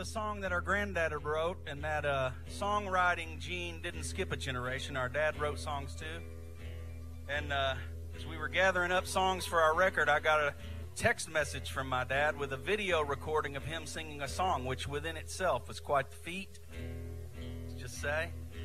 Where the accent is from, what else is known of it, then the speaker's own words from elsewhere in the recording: Monroe, Tennessee, United States; from where we grew up around Monroe, Tennessee